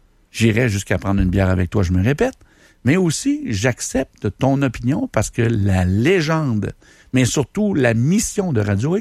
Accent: Quebec, Canada; Bon, je sais qu'on est Québécois.

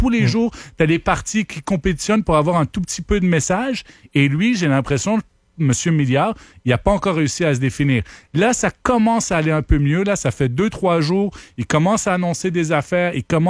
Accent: Ottawa, Ontario, Canada; Moi, je viens d'Ottawa

